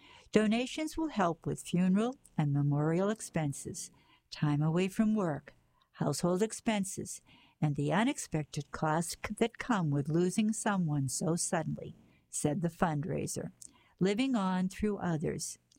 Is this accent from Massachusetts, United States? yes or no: yes; Brockton, Massachusetts, United States; I'm from Brockton, however, a lot of my students and following are from this area